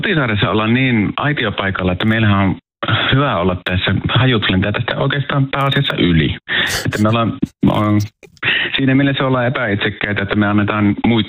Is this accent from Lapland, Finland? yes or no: yes; Kemi, Lapland, Finland; Kasvoin en ihan varsinaisesti Paattiossa, vaan kaupunginosan nimi oli Torvinen, mutta omasta ikkunasta näin, kun katsoin ojaa yli, niin näkyi Paattio ja tämähän on kuitenkin Kemissä